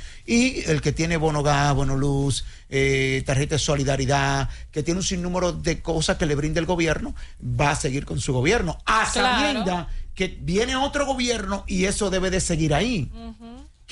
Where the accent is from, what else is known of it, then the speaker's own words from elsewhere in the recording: Santo Domingo, Dominican Republic; Porque yo soy de Palmarejo, y Palmarejo está entre los sectores bajitos.